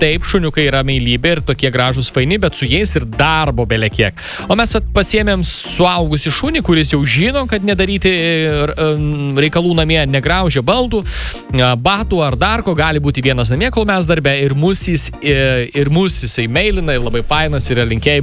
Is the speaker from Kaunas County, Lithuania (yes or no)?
yes; Kaunas, Kaunas County, Lithuania; moved away as an adult; now in Kaišiadorys, Lithuania; Gimiau ir užaugau Kaune, su iki kaulų smegenų kaunietis